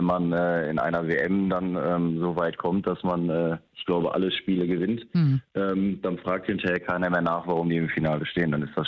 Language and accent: German; Germany; Aber wünschen wird man sich natürlich als Deutscher, klar.